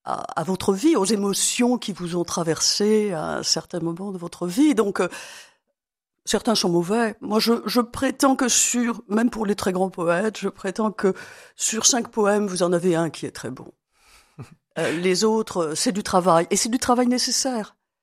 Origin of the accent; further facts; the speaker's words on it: Angers, Pays de la Loire, France; moved away; La figure du roi René, du bon roi René, comme on l'appelle à Angers, relie la Provence à mon Anjou natal. Je suis née à Angers.